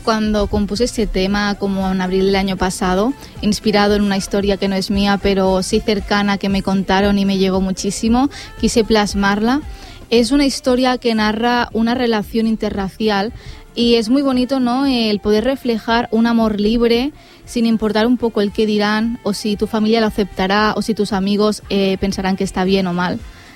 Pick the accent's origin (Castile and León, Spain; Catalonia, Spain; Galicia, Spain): Catalonia, Spain; Sant Boi de Llobregat; mi pueblo, ¿no? Tenemos aquí San Ramón con su ermita, sus maravillosos paisajes que vemos hasta la playa